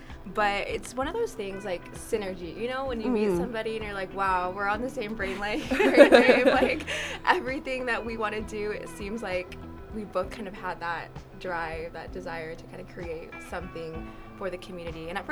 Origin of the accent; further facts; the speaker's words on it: Boise, Idaho, United States; I was born and raised in Boise. I come from an Ecuadorian American family. My dad has been and his family has been in the area for a very long time